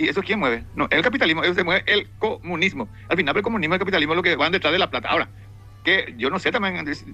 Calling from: Paraguay

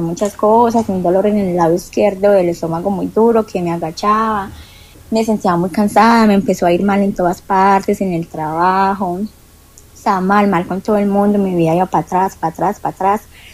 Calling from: Medellín, Antioquia, Colombia; Desde Medellín.

